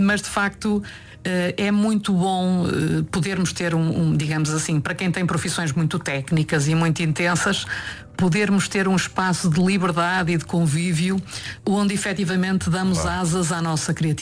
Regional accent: Braga, Norte, Portugal; eu por exemplo sou de Braga

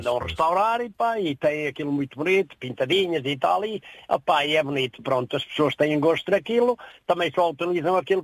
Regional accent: Penalva do Alva, Coimbra, Portugal; born there; now in Catraia de São Paio, Portugal; foi em São Domingos, à beira do Rio Alva, que foi onde eu nasci em Penalva do Alva, mas vivo na Catreia de São Paio, Oliveira do Hospital.

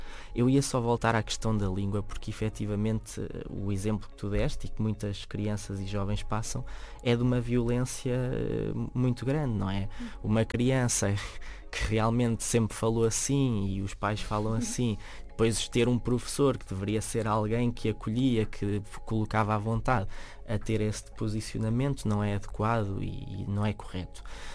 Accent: Beira Alta, Portugal; O português no Alentejo ou mesmo na Beira Alta, que eu sou beirão, sei bem do que falo

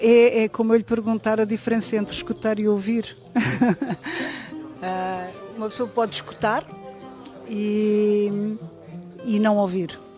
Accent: Lisbon, Portugal; Ah, eu sou, bem, residentemente eu sou da Moraria, sem dúvida.

